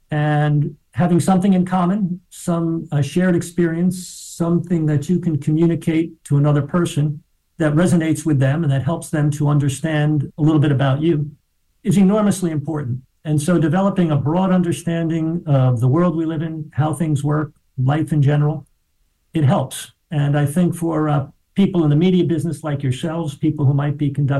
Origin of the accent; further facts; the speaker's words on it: New York City, New York, United States; But when I grew up in Riverdale, it was very much like a small town, that I grew up on a street that was a dead-end road with garden apartments.